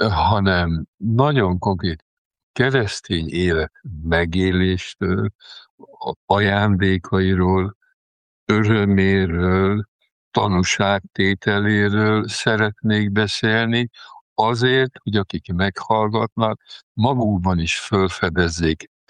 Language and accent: Hungarian; Sopron, Győr-Moson-Sopron, Hungary; hát most soproni vagyok, egész életemben